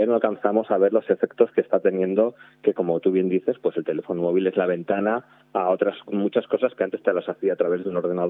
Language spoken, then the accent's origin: Spanish; Santander, Cantabria, Spain; now in Madrid, Spain